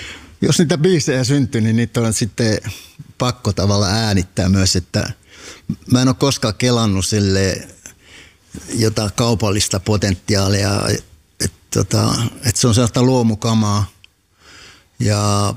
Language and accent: Finnish; Hamina, Kymenlaakso, Finland; mä oon niinku tosi iloinen, että olen syntynyt Haminassa. Tietenkin mun vanhemmat oli evakoita, että se vähän kyllä se Viipurikin oli siellä niinku taustalla